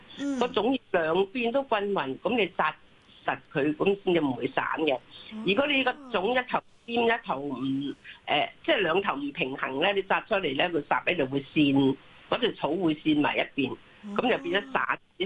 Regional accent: Zhongshan, Guangdong, China; 咁我試過有一個即係我哋係中山人嚟嘅

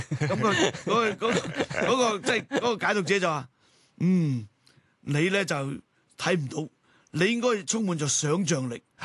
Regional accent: China; 好多時我哋中國人都好多噶，譬如我哋咩猴係射太陽啊，啊嫦娥上太空啊。

